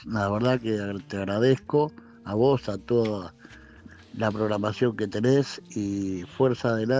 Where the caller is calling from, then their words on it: Burzaco, Buenos Aires Province, Argentina; de Bursaco.